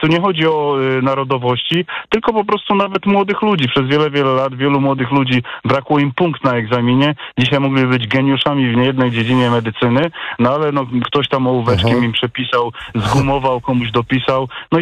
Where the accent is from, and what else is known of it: Silesian Voivodeship, Poland